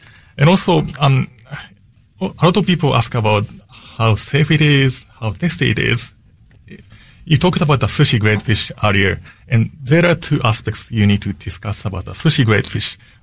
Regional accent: Japan; moved away as an adult; now in Washington, D.C., United States; I'm from Japan, and, you know, home sushi was super casual.

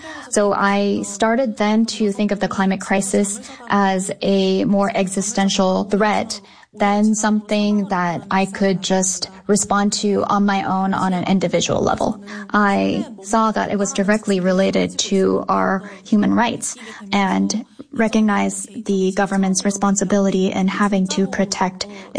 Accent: Seoul, South Korea; English is a second language; So yes, I was born and raised in Seoul, which is a very densely populated city.

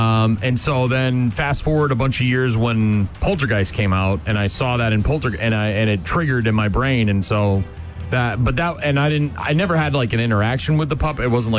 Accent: Nashua, New Hampshire, United States; We lived, we moved into a house on Syracuse Road in Nashua, New Hampshire, my hometown. And I grew up there. I spent most of my life there

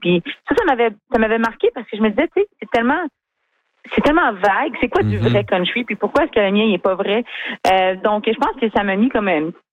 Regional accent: Casselman, Ontario, Canada; je viens de Castlemaine en Ontario.

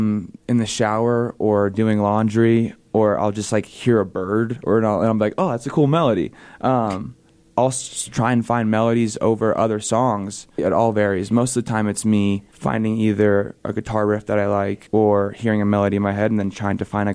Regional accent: Bradenton, Florida, United States; There's not a lot to do on the island. We're from Anna Maria Island, Bradenton, Florida.

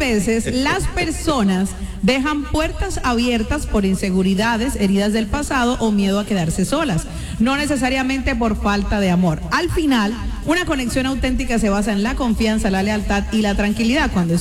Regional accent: Cartagena, Bolívar, Colombia; somos las cartageneras.

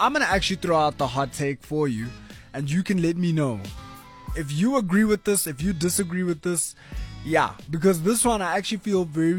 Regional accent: South Africa; us as South Africans

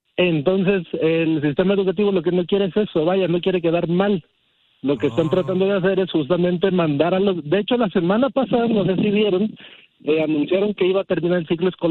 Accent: Santa Ana, California, United States; now in Mexico; yo crecí en Estados Unidos

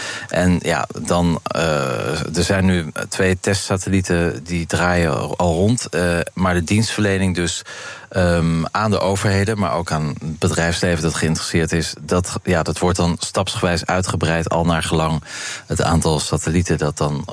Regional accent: Zeeland, Netherlands; Nou ja, ik ben opgegroeid in Zeeland. En toen ik klein was, gingen wij op zondag naar Antwerpen.

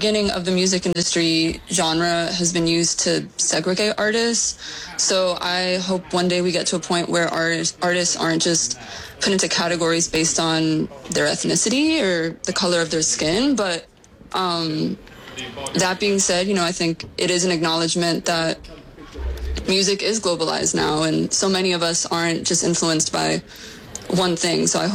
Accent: Miami, Florida, United States; I sing in English and in Spanish. I was raised in Miami, so I exist between a lot of different spaces

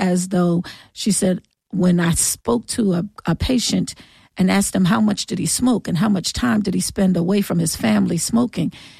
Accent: New Jersey, United States; also born or lived in Philadelphia; So I was born and raised in Jersey, but I've been Philly most of my life.

